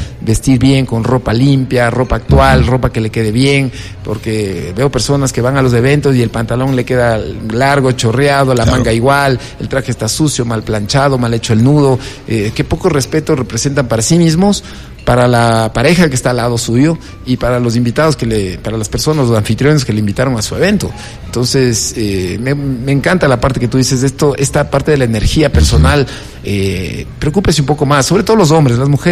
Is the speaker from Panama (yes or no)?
no; Ecuador; Nosotros en Ecuador